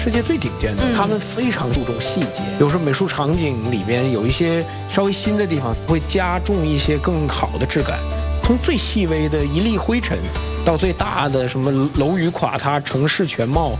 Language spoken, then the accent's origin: Chinese; China; 我们中国人